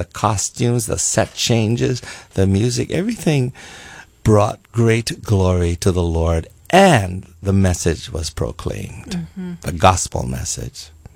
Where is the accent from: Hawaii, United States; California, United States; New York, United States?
Hawaii, United States; Hilo; I'm from the Big Island, from Hilo side.